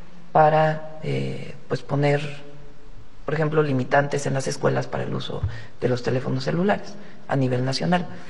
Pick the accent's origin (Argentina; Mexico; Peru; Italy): Mexico; Muchos mexicanos y mexicanas con toda la razón del mundo estamos pendientes del mundial de fútbol.